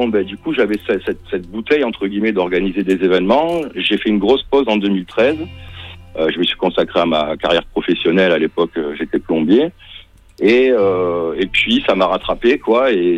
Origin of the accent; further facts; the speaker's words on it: Marseille, Provence-Alpes-Côte d'Azur, France; moved away as an adult; now in Toulouse, France; Je suis originaire de Marseille.